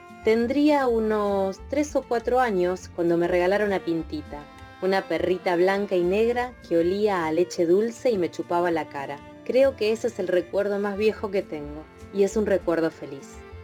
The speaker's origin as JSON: {"language": "Spanish", "town": "La Plata", "region": "Buenos Aires Province", "country": "Argentina", "said": "soy de La Plata. Mi infancia la viví en casa de mis abuelos paternos."}